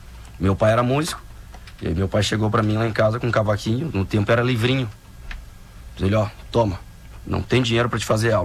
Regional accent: São Gabriel, Rio Grande do Sul, Brazil; eu sou de São Gabriel.

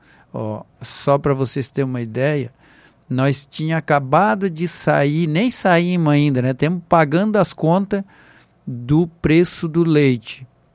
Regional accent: Brazil; nós que somos brasileiros

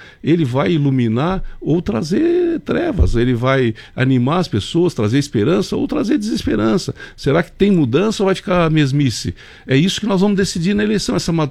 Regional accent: Santa Catarina, Brazil; é uma rodovia que nasce em Santa Catarina e termina em Santa Catarina. Somos nós, catarinenses, que temos que lutar por ela.

